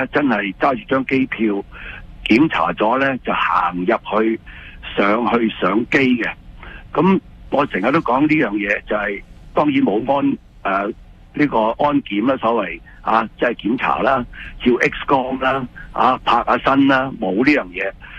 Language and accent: Cantonese; Canada; 我哋加拿大人